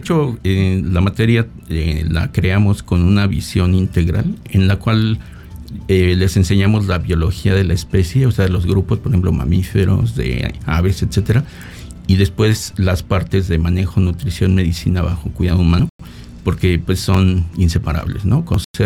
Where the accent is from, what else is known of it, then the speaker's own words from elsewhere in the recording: Mexico City, Mexico; yo soy de la Ciudad de México